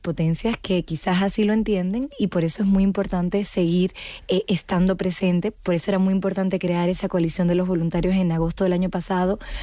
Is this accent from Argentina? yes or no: no; Dominican Republic; also born or lived in Madrid, Spain; La verdad es que soy franco-dominicana. Y de hecho crecí en el Caribe. Mi mamá es dominicana y viví en Madrid hasta hace poco y me siento muy española.